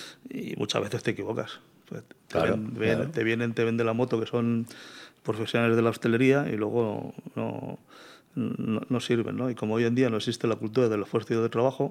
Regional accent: Castelldefels, Catalonia, Spain; Mi padre trabajaba en un banco aquí y no sé por qué motivo vino a Castelldefels y yo nací aquí en Castelldefels.

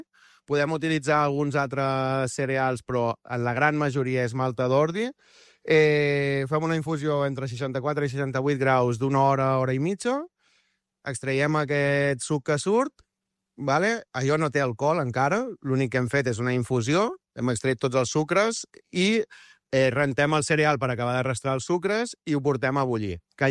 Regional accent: Arenys de Mar, Catalonia, Spain

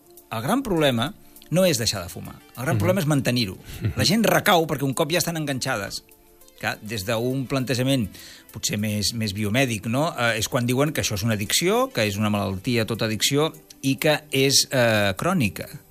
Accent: Sabadell, Catalonia, Spain; jo sóc professor de la Cambra de Comerç de Sabadell, de la, sí, meva ciutat

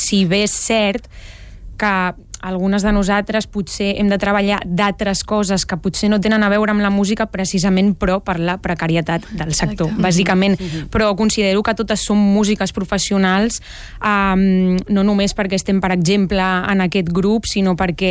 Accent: Barcelona, Catalonia, Spain; jo sóc del barri de la Prosperitat de Barcelona.

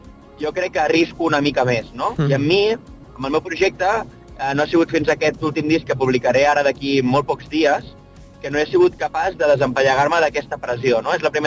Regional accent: Vidreres, Catalonia, Spain; sóc un noi de Vidreres que porta tota la vida fent música

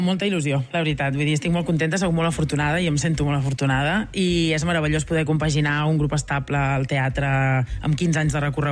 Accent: Mallorca, Balearic Islands, Spain; accent: Mallorcan; moved away as an adult; now in Barcelona, Spain; Soc de Mallorca, sí.

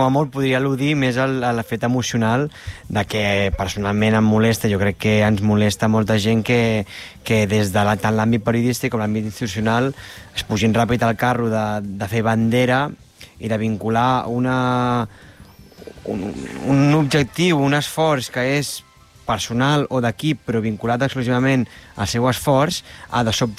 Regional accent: Catalonia, Spain; jo soc català

